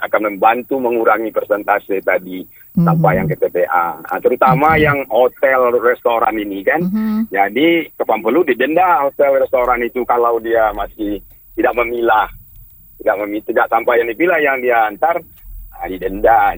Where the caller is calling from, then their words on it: West Sumatra, Indonesia; kita orang Minang